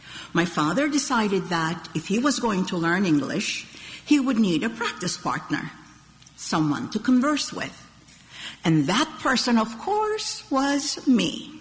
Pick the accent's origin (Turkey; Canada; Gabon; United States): Turkey; when I was growing up in Turkey